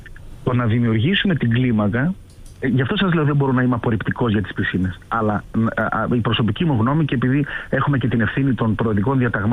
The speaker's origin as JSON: {"language": "Greek", "region": "Greek islands", "country": "Greece", "said": "Ως νησιώτες κι εγώ"}